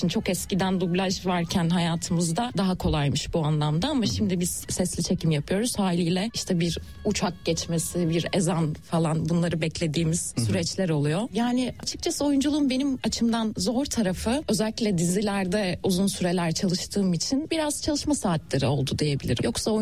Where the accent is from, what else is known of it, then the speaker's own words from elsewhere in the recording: Burhaniye, Balıkesir, Turkey; Ben Burhaniye'de doğdum. Balıkesir Burhaniye doğumluyum. Belki gidenlerin bilenleriniz vardır. Küçük bir sahil kasabası Burhaniye. Çok keyifli bir çocukluk geçirdim orada